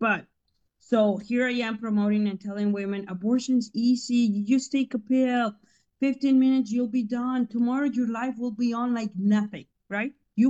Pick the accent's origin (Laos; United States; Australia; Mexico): Mexico; Now, look, I was born and raised in Mexico, so I know what the cartel looks like in person, right?